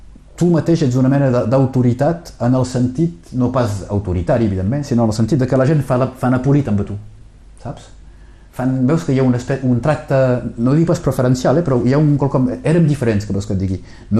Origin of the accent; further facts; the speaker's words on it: Occitania, France; also born or lived in Arras, France; a néixer a 1.200 quilòmetres del teu país